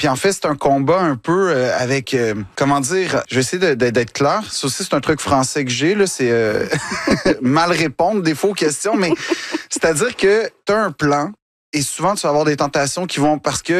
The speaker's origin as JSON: {"language": "French", "region": "Quebec", "country": "Canada", "moved": "as an adult", "lives_now": "Paris, France", "said": "je tiens à rester québécois jusqu'au bout des doigts"}